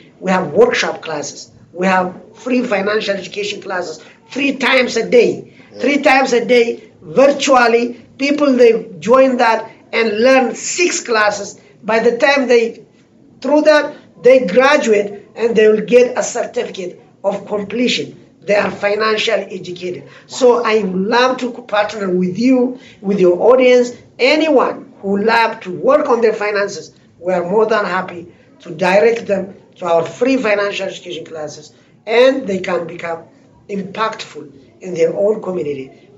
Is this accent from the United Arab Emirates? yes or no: no; Ethiopia; English is a second language